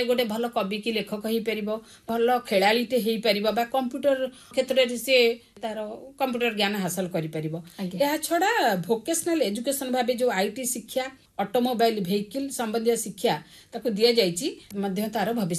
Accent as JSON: {"language": "Odia", "region": "Odisha", "country": "India", "tie": "born there", "said": "ମୁଁ ସବୁବେଳେ ଗର୍ବ କରେ ଯେ ମୁଁ ଓଡ଼ିଶାରେ ଜନ୍ମ ହେଇଛି ବୋଲି।"}